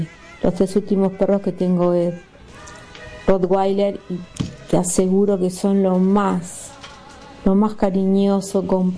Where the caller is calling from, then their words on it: Buenos Aires, Argentina; de Parque Chas